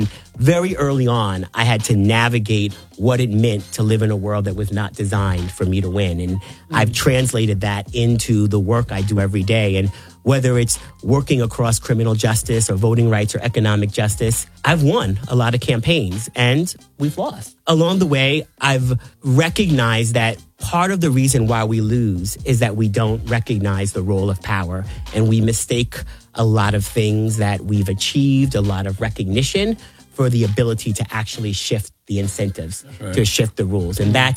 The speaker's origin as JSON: {"language": "English", "town": "Riverhead", "region": "New York", "country": "United States", "tie": "born or raised there", "said": "I grew up on Eastern Long Island, the last exit on Long Island Expressway, Riverhead, and my family got there through the Great Migration."}